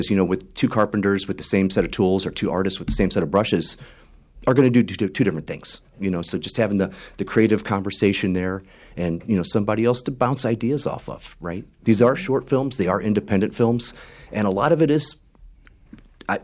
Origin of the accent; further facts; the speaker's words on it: San Diego, California, United States; also born or lived in Los Angeles; now in Humboldt Bay, United States; I'm from San Diego, worked around L.A.